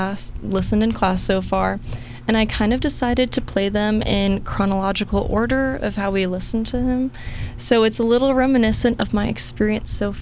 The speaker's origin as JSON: {"language": "English", "town": "Ossining", "region": "New York", "country": "United States", "moved": "as an adult", "lives_now": "South Carolina, United States", "said": "A lot of people would consider Westchester as upstate New York, but I'm from Westchester County, Ossining to be exact, but most people have not heard of Ossining. But I'm about a 50-minute train ride from the city."}